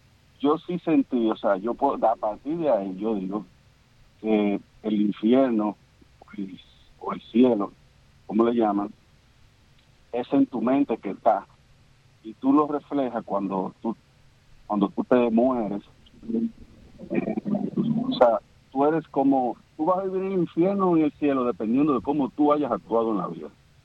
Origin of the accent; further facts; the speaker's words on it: Bonao, Monseñor Nouel, Dominican Republic; Yo soy de Bonao, y eso fue en San Isidro, Bonao.